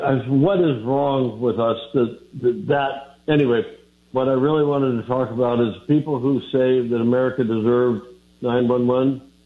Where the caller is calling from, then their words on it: Tigard, Oregon, United States; It's Portland, Oregon. It's actually Tigard, Oregon. And don't say T-Guard, it's Tigard. But, it's just a suburb just southwest of Portland.